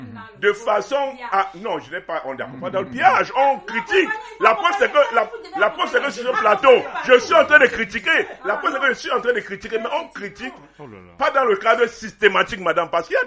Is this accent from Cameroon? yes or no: yes; Cameroon; Nous, même si nous soutenons de temps en temps ce régime parce que nous sommes des Camerounais et nous devons aller vers la paix